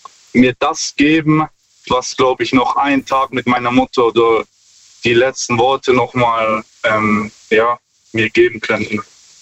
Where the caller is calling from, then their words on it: Stuttgart, Baden-Württemberg, Germany; Stuttgart.